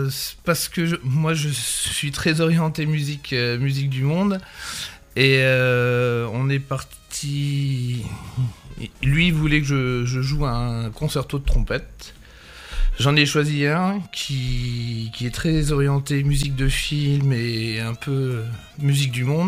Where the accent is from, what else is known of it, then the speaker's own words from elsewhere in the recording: Grand Est, France; Alors, moi, je viens de Lorraine à la base, donc j'ai passé mon prix de trompette à Metz.